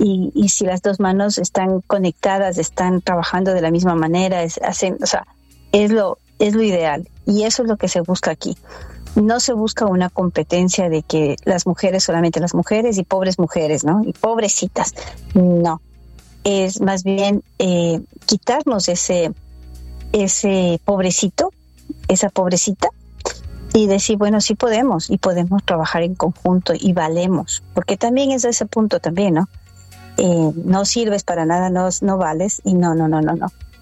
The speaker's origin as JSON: {"language": "Spanish", "country": "Ecuador", "tie": "born or raised there", "moved": "yes", "lives_now": "United States", "said": "yo nací acá, pero me crié en el Ecuador."}